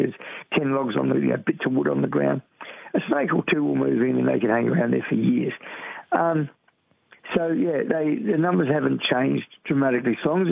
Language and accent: English; New South Wales, Australia; I grew up in New South Wales, and I was going to places like Dubbo, Trangie Parks, all those areas catching snakes.